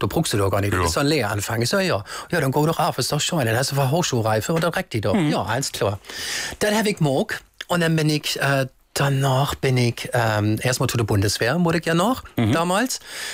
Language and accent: German; Palhude, Schleswig-Holstein, Germany; Ich bin groß geworden in der Scheune Polen. Das ist ein Lütschetörp in Schleswig-Holstein an der Eider.